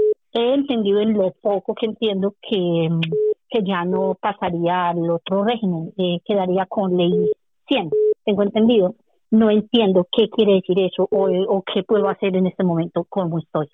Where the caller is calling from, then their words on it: Madrid, Community of Madrid, Spain; Buenos días, soy … de Madrid.